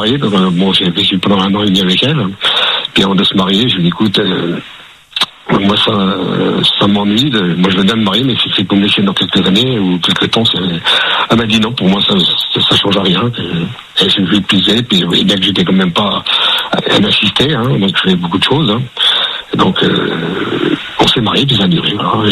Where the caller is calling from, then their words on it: Saint-Dizier, Grand Est, France; moi, j'habite dans l'Est, hein, moi, j'habite à